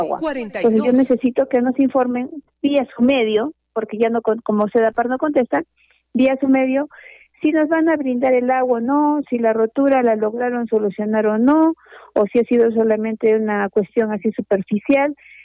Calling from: Arequipa, Peru; Somos del distrito de Yanaguara, cooperativa de abogados exactamente, frente al colegio Lord Byron, para referencia.

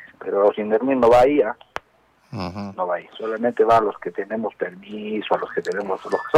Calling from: Arequipa, Peru

